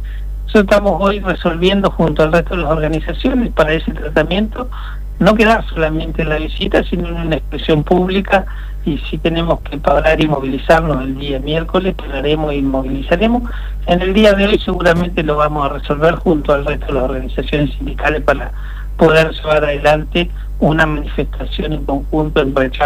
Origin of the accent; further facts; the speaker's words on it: Neuquén, Argentina; nosotros somos neuquinos.